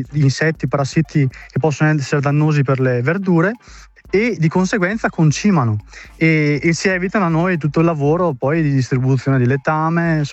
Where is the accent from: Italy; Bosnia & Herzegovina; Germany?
Italy; Badia Calavena, Veneto; Io sono di Badia Calavena.